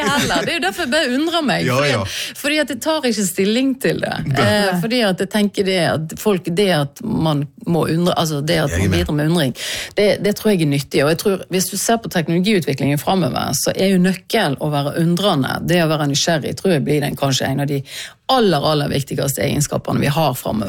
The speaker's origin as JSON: {"language": "Norwegian", "region": "Vestland", "country": "Norway", "said": "Ja, jeg er jo stril, sant? Så jeg prøver jo å holde på språket."}